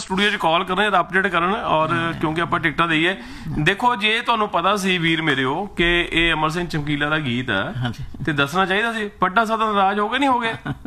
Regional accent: Punjab, India; moved away; ਤੇ ਨਾ ਸਾਡਾ ਪੰਜਾਬ ਨਾ ਸਾਡਾ ਪਿਆਰ ਹੈ ਕਿਉਂਕਿ ਅਸੀਂ ਉੱਥੇ ਜੰਮੇ ਪਲੇ ਹਾਂ।

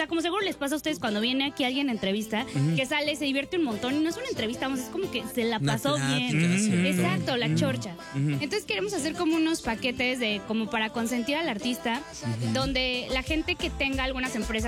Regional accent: Mexico; moved away; lo que hacíamos en México, que bueno, aquí lo hacíamos un fin de semana cuando nos íbamos a Acapulco

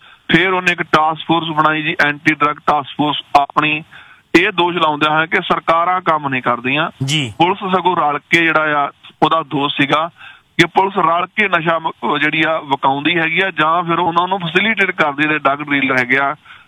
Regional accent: Punjab, India; ਪਰ ਕਿਉਂਕਿ ਸਾਡੀ ਧਰਤੀ ਹੈ ਜੀ, ਅਸੀਂ ਜੰਮੇ ਪਲੇ ਹੈਗੇ ਹਾਂ, ਸਾਡਾ ਕੰਸਰਨ ਉੱਥੋਂ ਦਾ ਹੈ

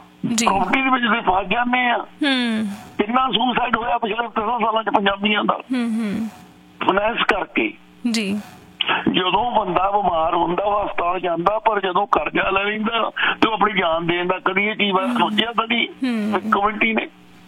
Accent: Punjab, India; ਤੇ ਸਾਡੇ ਲੋਕਾਂ ਕੋਲ ਗਰੀਡ ਬਹੁਤ ਆ, ਪੰਜਾਬੀ ਲੋਕਾਂ ਚ ਲਾਲਚ ਬਹੁਤ ਆ।

